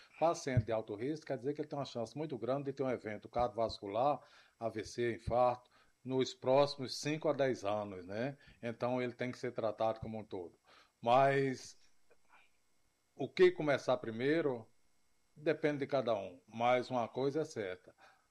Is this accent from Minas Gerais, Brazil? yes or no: no; Rio Grande do Norte, Brazil; born there; moved away; eu era criança e ele era médico lá em Alexandria.